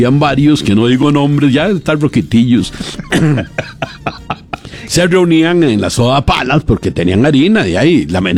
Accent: San José, Costa Rica; yo me crié en puro Chepe

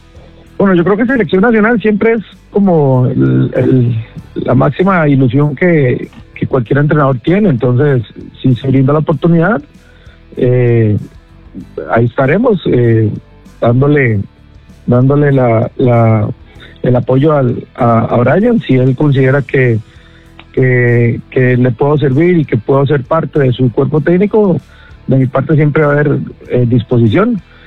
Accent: Costa Rica; Creo que uno, como costarricense, siempre a la selección nunca le puede decir que no.

